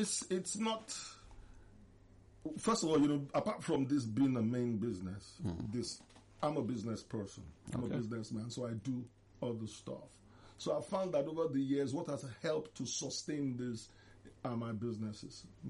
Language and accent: English; Nigeria; my being a Nigerian and an African.